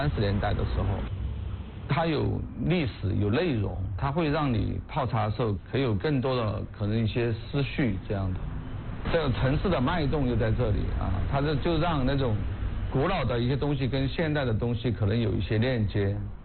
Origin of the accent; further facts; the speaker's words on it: Chongqing, China; 在我们的印象中，茶馆就是一个老年人他们在一起，我们重庆话叫摆龙门阵的一个地方。